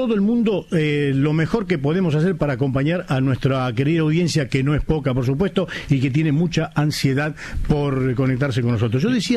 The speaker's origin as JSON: {"language": "Spanish", "country": "Argentina"}